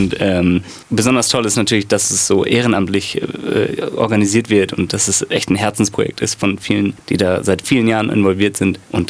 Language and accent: German; Münster, North Rhine-Westphalia, Germany; Ja, wir kommen aus Münster, aus Westfalen. Da sind wir geboren und aufgewachsen. Das ist eine Unistadt in NRW, und da gibt es eine recht lebendige Musikszene